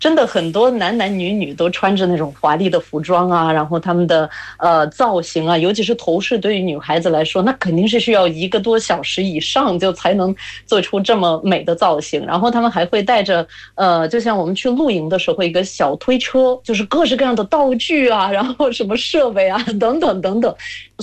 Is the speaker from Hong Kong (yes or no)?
no; Latvia; Chinese is a second language; moved away; 在我家乡可能情况也是一模一样的。我知道我们的家乡的那种传统服饰。